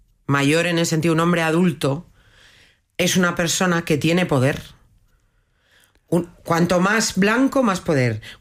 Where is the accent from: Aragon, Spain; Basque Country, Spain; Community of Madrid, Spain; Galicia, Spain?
Basque Country, Spain; Y en esto igual soy un poco vasca de siglo XX.